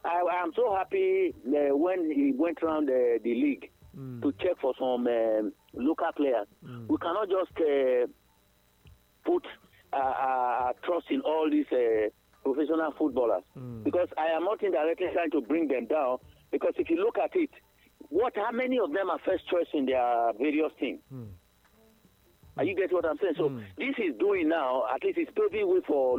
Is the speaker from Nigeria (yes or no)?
yes; Nigeria; I was, as a Nigerian, I must tell you the truth.